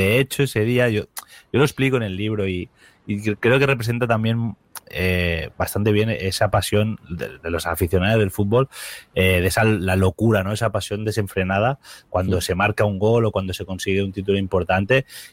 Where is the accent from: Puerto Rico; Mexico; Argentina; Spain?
Spain; Barcelona, Catalonia; yo soy de Barcelona, ¿no? Y realmente aquí en Barcelona, en Cataluña